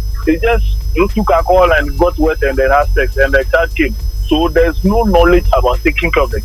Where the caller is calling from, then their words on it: Ghana; I'm a Ghanaian.